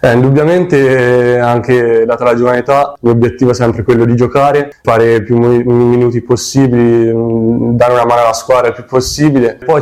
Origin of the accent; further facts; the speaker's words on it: Perugia, Umbria, Italy; vengo da Perugia, tifoso del Perugia, e niente, ho fatto tutto il settore giovanile a Perugia